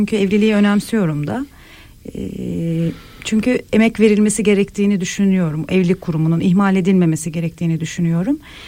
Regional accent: Sivas, Turkey; Sivaslıyız.

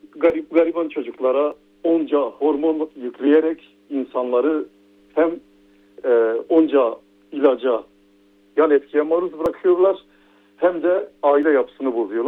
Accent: Muş, Muş Province, Turkey; Ben kendim Muşluyum bu arada. Kürt asıllıyım.

